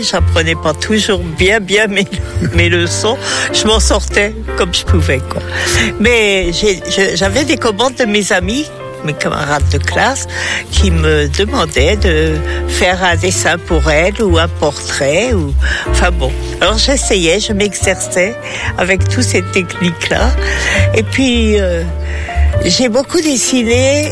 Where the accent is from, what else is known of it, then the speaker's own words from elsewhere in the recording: Centre-Val de Loire, France; Je suis d'un tout petit village dans le Berry, entre Saint-Florent-sur-Cher et Issoudun.